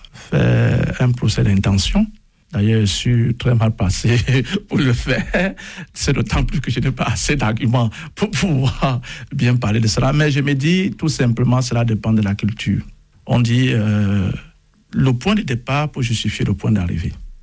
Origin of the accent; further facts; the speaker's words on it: Cameroon; moved away as an adult; now in France; chez nous, au Cameroun, aujourd'hui, c'est férié.